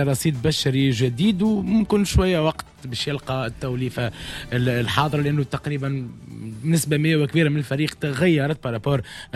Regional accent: Tunisia; احنا تونسي

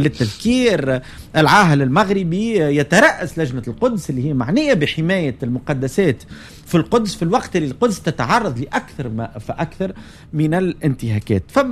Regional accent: Tunisia; أنا خلينا نقول أنا كتونسي أعتقد أنه من المهم جدا

